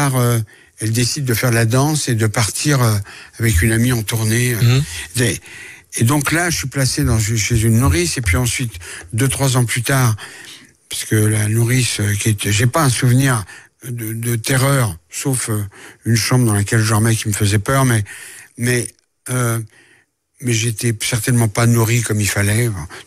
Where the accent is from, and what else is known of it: France; born there